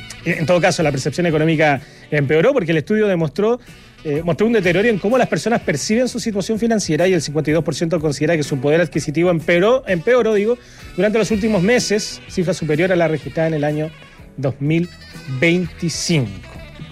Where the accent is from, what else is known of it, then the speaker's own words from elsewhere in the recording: Retiro, Maule, Chile; lindo pueblo, con linda gente, donde vive gente muy linda. Por ejemplo, mi familia. Oriundo, lo que somos oriundo de Retiro. Aguante, Retiro.